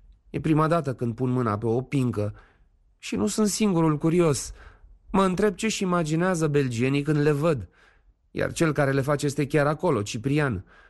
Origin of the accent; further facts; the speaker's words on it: Romania; deși sunt român obișnuit cu astfel de imagini, mă uimește transparența și cât de ușoară este